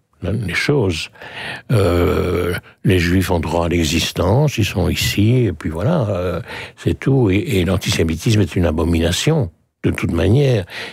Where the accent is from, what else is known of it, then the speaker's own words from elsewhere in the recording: Belgium; born there; also born or lived in Switzerland; je suis né en 1945, en Suisse, effectivement. Et très vite, on est rentré en Belgique, en fait. Je n'ai pas de souvenirs de la Suisse, sauf des photos.